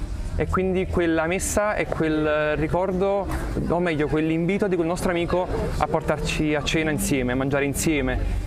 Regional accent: Naples, Campania, Italy; vengo da Napoli

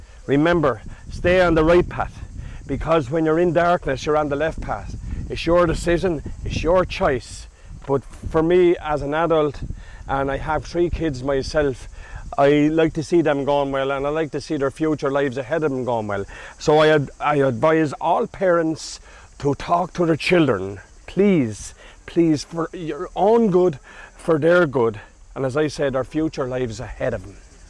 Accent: Ireland; I'm from Ireland.

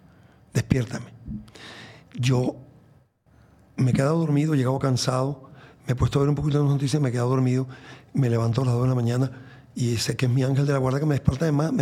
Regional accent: Venezuela; moved away; Y yo le he preguntado a carpinteros, plomeros, gente de mi país, de Venezuela

